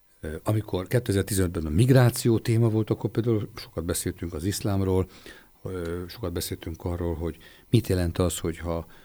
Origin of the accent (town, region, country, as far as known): Libya; born or raised there